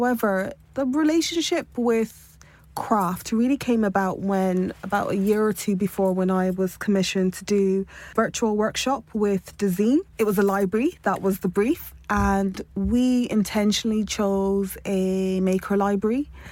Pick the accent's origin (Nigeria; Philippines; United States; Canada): Nigeria; I was also very conscious that I am Nigerian. I'm West African, and Nigerians tend to, you know, take, they're always at the fore when it comes to conversations around the continent.